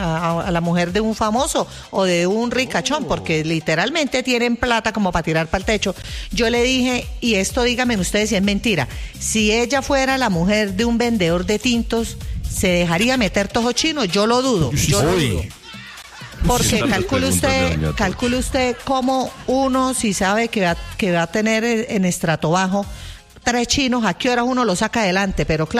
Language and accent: Spanish; Santander, Colombia; Soy santandereana, ojo con lo que va a decir.